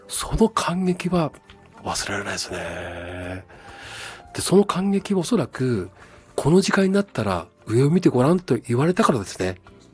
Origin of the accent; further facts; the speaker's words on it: Rumoi, Hokkaido, Japan; moved away; 私の出身の留萌は、夜は雲が出てるか出ないかわからないもんね。